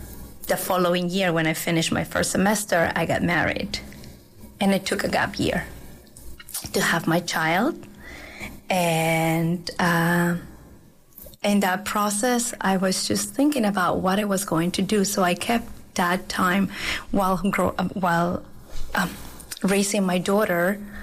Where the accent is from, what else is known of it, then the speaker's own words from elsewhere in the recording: Lima, Peru; I was born and raised in Lima, Peru.